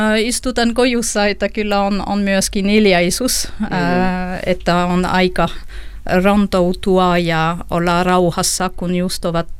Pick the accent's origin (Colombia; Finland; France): France; Finnish is a second language; Olen ranskalainen.